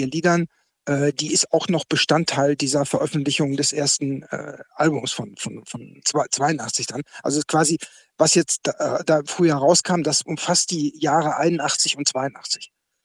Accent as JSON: {"language": "German", "town": "Münster", "region": "North Rhine-Westphalia", "country": "Germany", "tie": "born or raised there", "said": "so hier in meiner Heimatstadt Münster"}